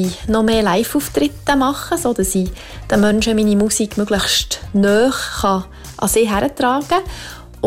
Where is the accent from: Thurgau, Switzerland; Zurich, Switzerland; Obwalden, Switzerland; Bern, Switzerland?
Bern, Switzerland; aus Bern. Ich bin ein Berner Mädchen, weil ich wohne in Bern, ich komme von Bern und ich mache Musik aus Bern.